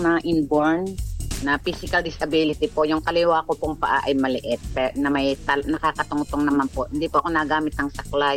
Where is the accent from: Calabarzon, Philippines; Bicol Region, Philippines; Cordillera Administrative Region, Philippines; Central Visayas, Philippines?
Calabarzon, Philippines; Lemery; Taal po akong taga Batangas, taga Lemery po ako.